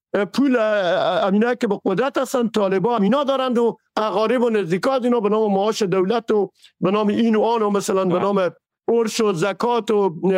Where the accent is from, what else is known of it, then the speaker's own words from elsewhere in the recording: Herat, Afghanistan; moved away; در شخص خودمه که از هرات هستم